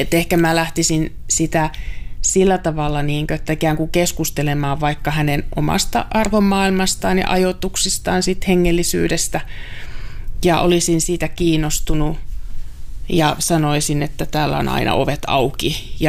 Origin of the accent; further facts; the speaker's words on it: North Ostrobothnia, Finland; now in Helsinki, Finland; mä oon kotoisin Pohjois-Pohjanmaalta, niin ollaan oltu kirkon jäseniä.